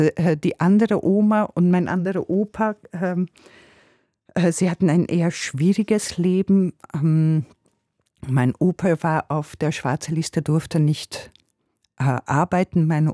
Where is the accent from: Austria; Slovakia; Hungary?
Hungary; German is a second language; moved away; Ich komme aus Ungarn … ich bin so und so viele Jahre alt